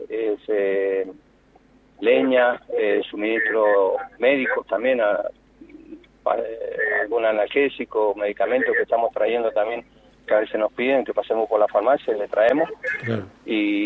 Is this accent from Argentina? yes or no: yes; Uspallata, Mendoza, Argentina; yo soy nacido y criado en Ushuaia